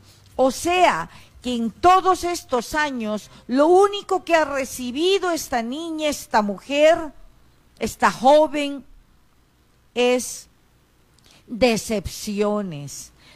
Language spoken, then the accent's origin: Spanish; Rodríguez de Mendoza, Amazonas, Peru